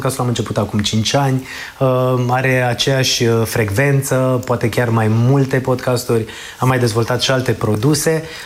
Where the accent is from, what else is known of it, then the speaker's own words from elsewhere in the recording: Oltenia, Romania; Eu sunt oltean, știi?